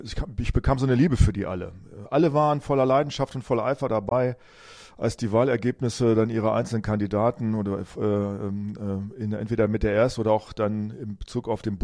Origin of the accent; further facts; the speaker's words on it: Hameln, Lower Saxony, Germany; Es war so schön dabei zu sein, dass diese echten Menschen zu sehen, Menschen aus meiner Heimatstadt, aus Hameln.